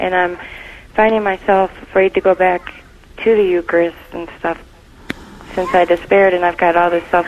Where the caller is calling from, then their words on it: Michigan, United States; Michigan.